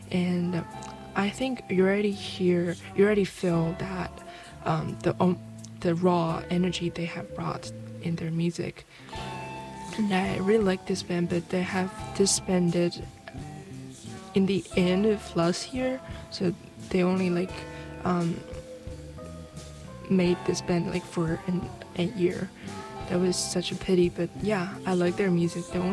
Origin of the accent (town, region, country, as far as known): China